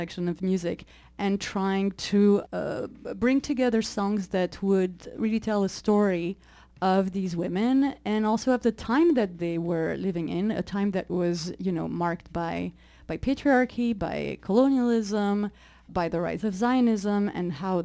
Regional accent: Paris, Île-de-France, France; And I grew up in Paris listening and hearing a lot of Moroccan, North African, Middle Eastern music.

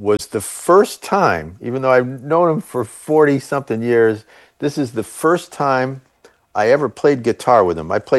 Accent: New Haven, Connecticut, United States; I grew up in New Haven, Connecticut, and I went to a student-run alternative high school in downtown New Haven with 35 students that was down the street from the Yale campus in the Yale School of Music.

